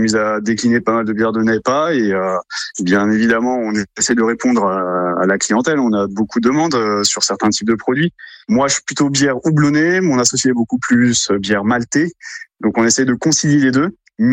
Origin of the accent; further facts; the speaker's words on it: the north of France, France; now in Pierrelatte, France; on vient du Nord avec mon associé